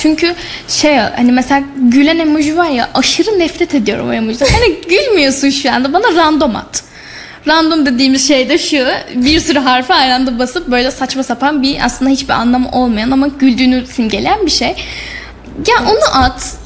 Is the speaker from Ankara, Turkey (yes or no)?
no; Kayseri, Turkey; accent: Kayseri dialect